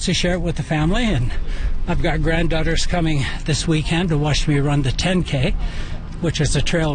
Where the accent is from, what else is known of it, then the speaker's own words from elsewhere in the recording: Nelson, British Columbia, Canada; I'm from Nelson, B.C. I'm here with my wife visiting family.